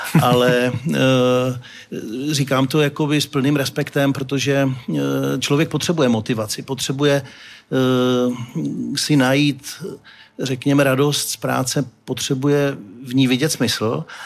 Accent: Ostrava, Moravian-Silesian Region, Czechia; protože já jsem vyrůstal v Ostravě v době, kdy to fakt bylo ocelové srdce republiky a průmyslové město se vším všudy

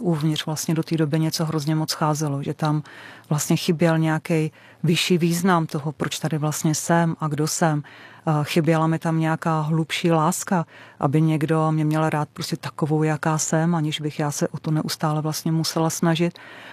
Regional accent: Pardubice, Pardubice Region, Czechia; pocházím z Pardubic a vyrůstala jsem v nevěřící rodině.

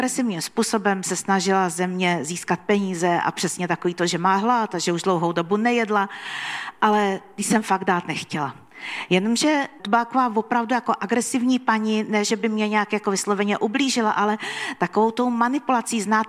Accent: Prague, Czechia; Jednou jsem jela metrem, což není zase až tak zvláštní věc, protože já jsem z Prahy.

